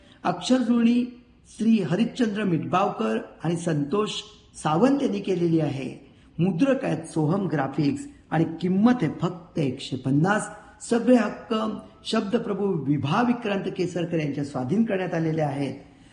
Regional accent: Maharashtra, India; मला माझं कोकण म्हणजे माझं गाव आठवलं.

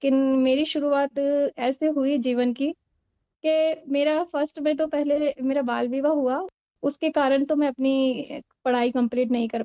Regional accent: Rajasthan, India; राजस्थान से हूँ और मैं जिस समाज की महिला हूँ, पहले तो मैं अपने बारे में बताऊँगी कि जिस समाज से आती हूँ, मैं मुस्लिम तबके से आती हूँ

